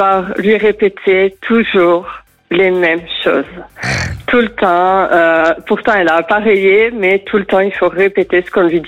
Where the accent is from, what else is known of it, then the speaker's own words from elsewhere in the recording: Hauts-de-France, France; now in Aveyron, France; je suis originaire du Nord